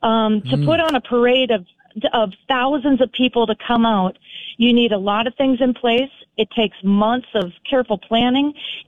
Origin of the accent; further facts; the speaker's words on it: Alexandria, United States; I am. I consider that my hometown. My parents are still there, and we frequent there quite a bit.